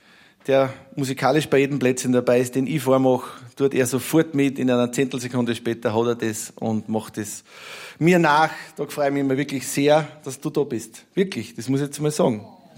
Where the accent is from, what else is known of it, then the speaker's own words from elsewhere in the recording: Austria; Wir sind ja grundsätzlich eine Österreicher-Partie.